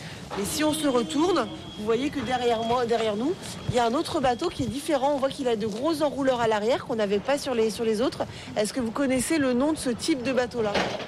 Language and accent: French; Brittany, France; On dit le bao, sinon chez nous en Bretagne.